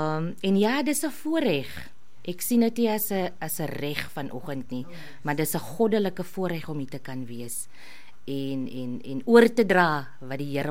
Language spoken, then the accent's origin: Afrikaans; Pacaltsdorp, Western Cape, South Africa; ek is 'n enkelmama van 6 prachtige seuns. Ek is van Pakkelsdorp, ek dien by AGS Pakkelsdorp